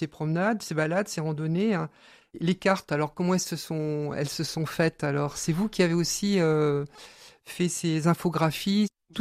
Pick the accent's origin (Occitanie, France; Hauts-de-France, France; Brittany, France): Brittany, France; moi je suis breton comme vous, on habite dans le coin